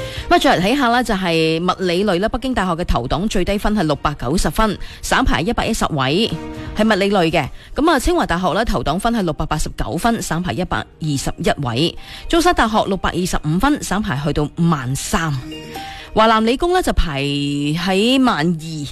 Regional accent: Guangdong, China; 似乎中大已经唔系我哋广东人心目当中，

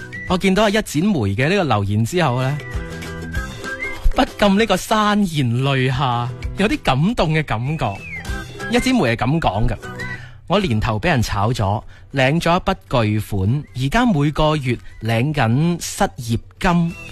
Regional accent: Guangdong, China; 就更加能够彰显我哋广东人啊

